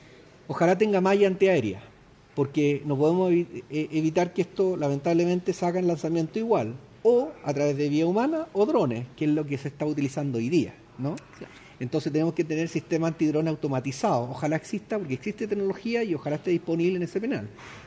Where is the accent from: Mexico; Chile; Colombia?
Chile